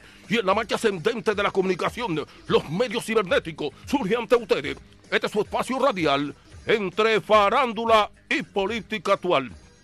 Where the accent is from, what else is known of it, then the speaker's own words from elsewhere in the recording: Dominican Republic; now in Boston, United States; allá en mi país, República Dominicana